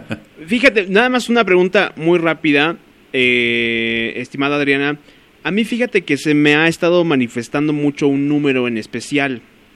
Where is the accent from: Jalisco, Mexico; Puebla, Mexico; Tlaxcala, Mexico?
Tlaxcala, Mexico; Yauhquemehcan; Tengo 25 años, soy de aquí, de Tlaxcala, de Yauquemecan